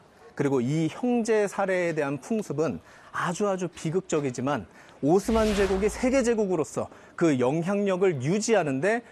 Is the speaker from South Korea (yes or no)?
yes; South Korea; 너도 여기 프린스니? 나도 한국에서 온